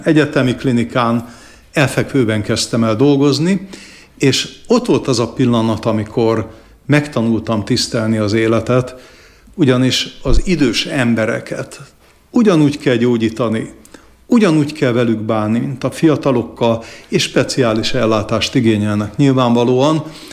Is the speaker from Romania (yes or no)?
no; Budapest, Hungary; Csalóközből, Erdélyből és Rákospalotáról származom, és én egész életemben Újpesten éltem.